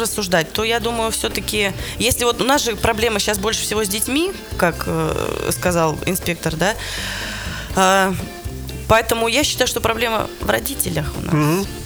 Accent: Yurga, Kemerovo Oblast, Russia; Я, конечно, с Кузбасса, но наш город находится на пересечении трех областей. Это Новосибирская область, Томская и Кемеровская. Я в городе, в Кемеровской области. Город Юрга такой.

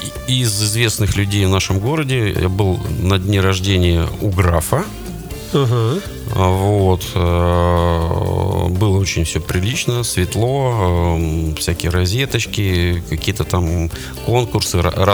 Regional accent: Russia; born there; все мы родились в России, в Советском Союзе, и традиции у нас у все одни, и все учились в одних же этих же школах.

